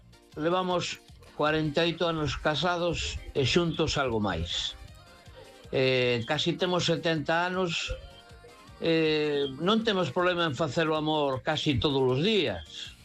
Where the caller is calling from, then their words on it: A Coruña, Galicia, Spain; Boa noite … de Coruña.